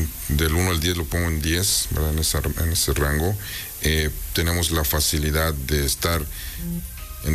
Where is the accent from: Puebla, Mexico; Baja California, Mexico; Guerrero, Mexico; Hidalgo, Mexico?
Puebla, Mexico; Huaquechula; now in New York City, United States; Soy de Huaquechula, sí, muchas gracias por...